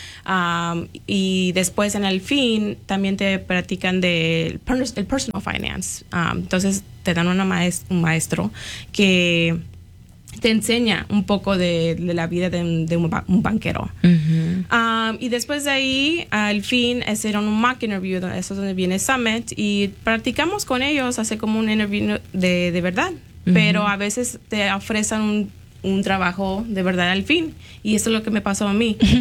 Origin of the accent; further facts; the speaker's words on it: Argentina; Yo soy de Argentina